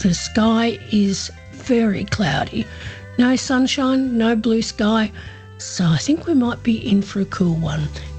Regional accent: Horsham, Victoria, Australia; broadcasting from my hometown of Horsham in Western Victoria.

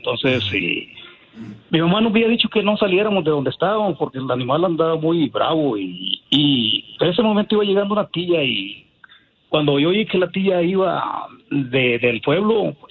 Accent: Chalatenango, El Salvador

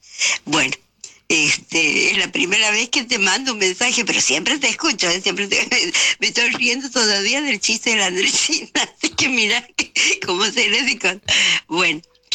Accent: Santiago del Estero, Argentina; also born or lived in Buenos Aires; soy de Santiago del Estero. Nacido en Santiago del Estero, he vivido muchos años en Buenos Aires, pero hace muchos, muchos años que me he mudado a donde he nacido.

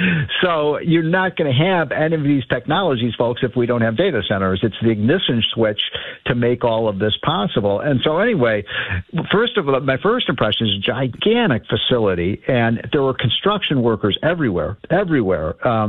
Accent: Chicago, Illinois, United States; now in New York, United States; I love living in Manhattan. I'm from Chicago, one of the great cities of all time.

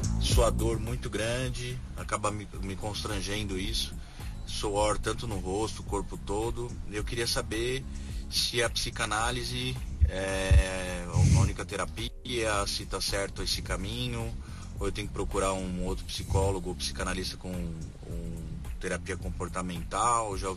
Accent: São Paulo, Brazil; Sou aqui de São Paulo

